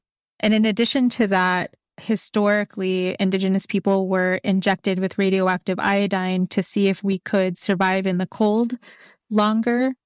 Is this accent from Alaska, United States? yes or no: yes; St. Lawrence Island, Alaska, United States; I'm from St. Lawrence Island.